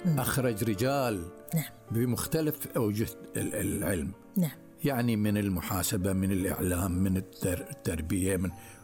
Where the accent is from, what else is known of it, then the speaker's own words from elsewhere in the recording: Jidhafs, Bahrain; born there; accent: Gulf; يعني هذه لهجتنا احنا، بنقلب القاف جيم.